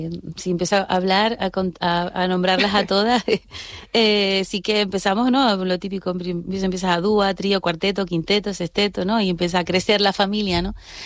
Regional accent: Canary Islands, Spain; con los años me he vuelto más canaria, lo reconozco.

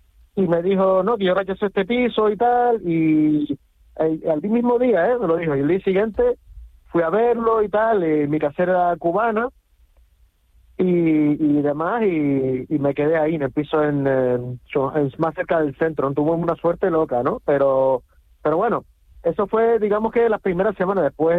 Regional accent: Canary Islands, Spain; moved away as an adult; now in Berlin, Germany; soy de Gran Canaria.

